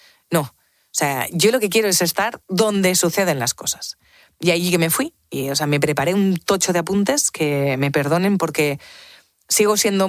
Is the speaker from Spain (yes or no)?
yes; Spain